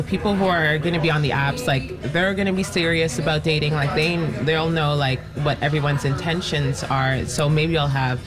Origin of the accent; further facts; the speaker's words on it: Toronto, Ontario, Canada; So growing up in Toronto, I learned pretty quickly how people viewed like black women generally